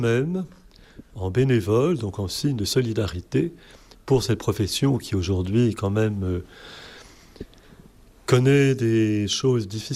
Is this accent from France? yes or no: no; Rome, Lazio, Italy; born there; Je suis né à Rome en 1959 et j'ai fait mes études à Paris, j'ai fait une grande école.